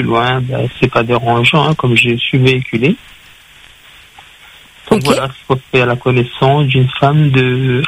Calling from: Saint-Denis, Réunion; Donc j'habite à Saint-Denis, 45 ans.

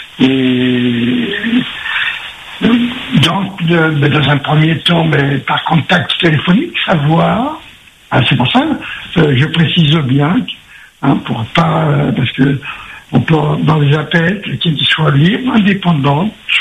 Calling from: Nouvelle-Aquitaine, France; j'habite donc à Métropole, j'habite en Gironde, voilà. Je suis à la retraite depuis 18 ans

